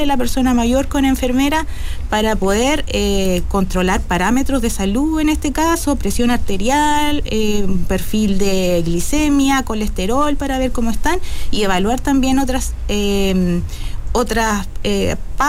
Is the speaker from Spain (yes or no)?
no; Chile